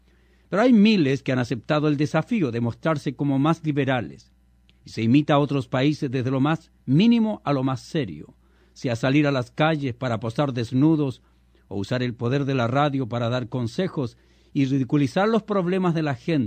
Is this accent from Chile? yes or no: yes; Chile; Como chileno y como muchos otros países, tengo la posibilidad de entrar a sus hogares, entrar a los hogares de mis compatriotas.